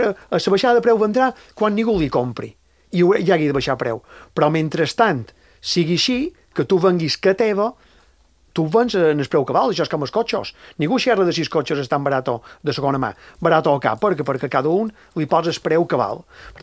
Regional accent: Maria de la Salut, Balearic Islands, Spain; justament Maria de la Salut, el meu poble, era el més barato d'escàs

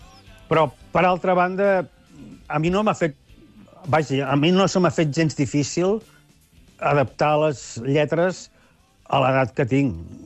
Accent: Constantí, Catalonia, Spain; i al final vam dir, bueno, ja està bé, ja ho sap la gent que som de Constantí.

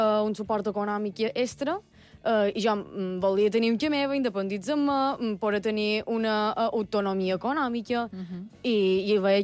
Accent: Manacor, Balearic Islands, Spain; De Manacor, crec que se nota.

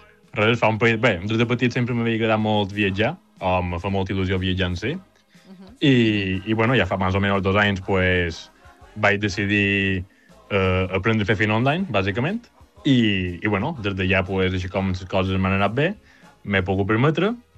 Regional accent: Porreres, Balearic Islands, Spain

